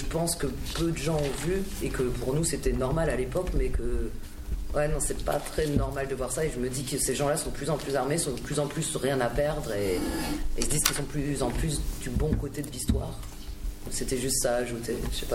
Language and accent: French; France; now in Paris, France; ce qui est en train de se passer en France, je l'ai vu arriver dans ma ville. En gros, on a été décimé par le chômage. Il y a eu la plus grosse usine de ma ville qui a fermé. Tout le monde était au chômage, misère sociale, etc. Et pourtant, on n'était pas beaucoup d'Arabes.